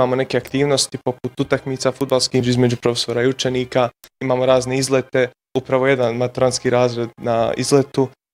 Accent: Sarajevo, Federation of Bosnia and Herzegovina, Bosnia & Herzegovina; dolazim iz Sarajeva, maturant sam Richmond Park International Secondary School Sarajevo, imam 19 godina.

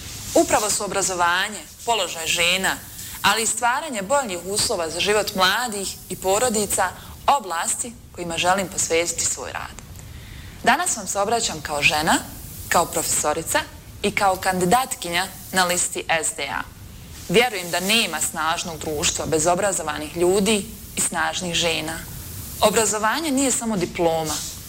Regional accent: Gračanica, Federation of Bosnia and Herzegovina, Bosnia & Herzegovina; also born or lived in Doboj; Rođena sam u Doboju 4. septembra 1989. godine. Osnovnu i srednju medicinsku školu sam završila u Gračanici.

